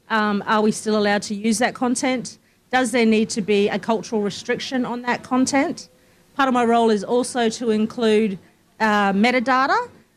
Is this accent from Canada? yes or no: no; Alice Springs, Northern Territory, Australia; now in Darwin, Australia; I'm actually from Mbantua, Alice Springs, and I'm Eastern Aranda. However, I have been living on Larrakia country for a good majority of my life now.